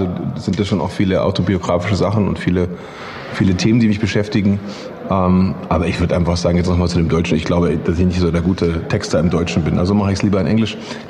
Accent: Nuremberg, Bavaria, Germany; Ferdinand Schwarz ist ein junger Keyboarder, der ist aus Nürnberg, aus meiner Heimat auch

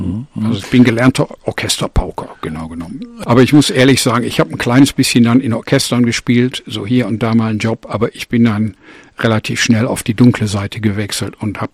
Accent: North Rhine-Westphalia, Germany; Ich bin im Ruhrgebiet aufgewachsen, im Kohlerevier in Westdeutschland.

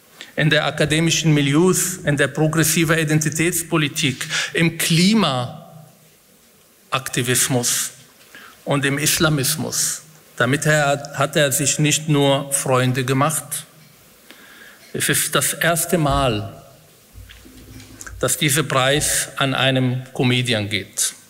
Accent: Israel; now in Germany; als Israeli, als Betroffene, als jemand, der aus diesem Land stammt, als Palästinenser, als Moslem, als jemand, der in dieser Gesellschaft seine Heimat gefunden hat

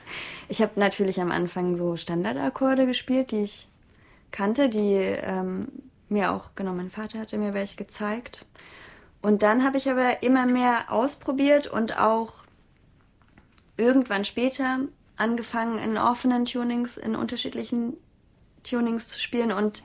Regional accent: Ilmenau, Thuringia, Germany; now in Leipzig, Germany; Genau, also ich wurde in Leipzig geboren und bin in Thüringen-Ilmenau aufgewachsen.

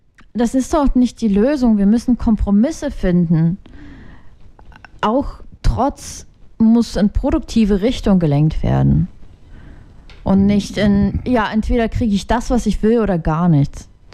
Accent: Ukraine; Im Übrigen fahre ich regelmäßig hin in die Ukraine, in meine Heimatstadt.

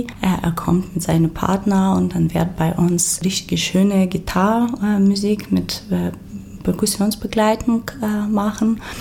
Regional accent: Ukraine; German is a second language; now in Germany; ich als Ukrainerin, bis ich nach Deutschland gekommen bin, könnte ich auch nur … vielleicht, noch ein paar Bands.

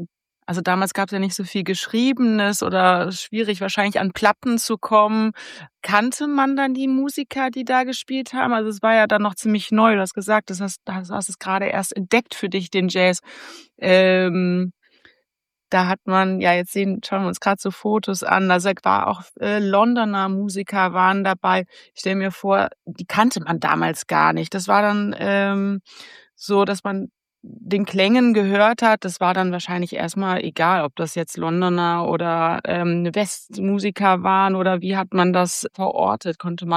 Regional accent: Wuppertal, North Rhine-Westphalia, Germany; also born or lived in Leipzig; Also ich bin ja dann in Wuppertal aufgewachsen, zwar in Leipzig geboren, aber in Wuppertal aufgewachsen

